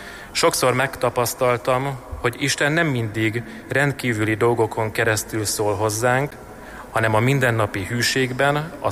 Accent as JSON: {"language": "Hungarian", "town": "Sajópetri", "region": "Borsod-Abaúj-Zemplén", "country": "Hungary", "tie": "born or raised there", "said": "és gyermekkorom óta Sajó Petriben élek. Családom több mint 200 éve kötődik ehhez a településhez, őseim is itt élő római katolikus emberek voltak."}